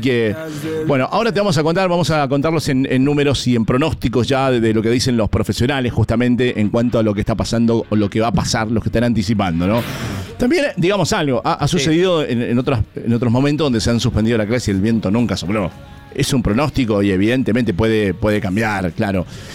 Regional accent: Mendoza, Argentina; como mendocinos conocemos el Zonda

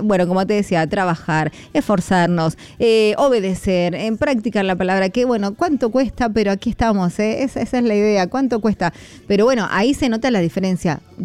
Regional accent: Argentina; nosotros los argentinos

